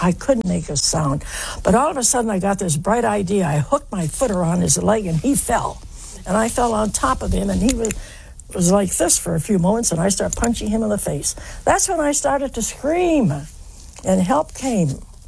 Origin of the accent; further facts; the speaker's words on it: West Virginia, United States; born there; And I said, well, I was born in West Virginia